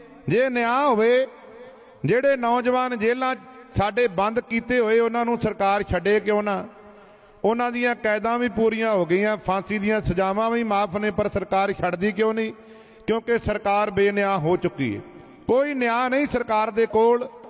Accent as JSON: {"language": "Punjabi", "town": "Amritsar", "region": "Punjab", "country": "India", "said": "ਮੇਰਾ ਇਲਾਕਾ ਹੈ ਅੰਮ੍ਰਿਤਸਰ ਅਤੇ ਅਜਨਾਲੇ ਦਾ, ਕੋਈ ਐਸਾ ਪਿੰਡ ਨਹੀਂ"}